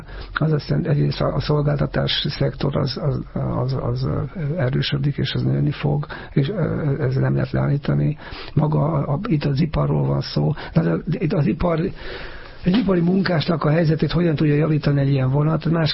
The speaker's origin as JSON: {"language": "Hungarian", "town": "Zalaegerszeg", "region": "Zala", "country": "Hungary"}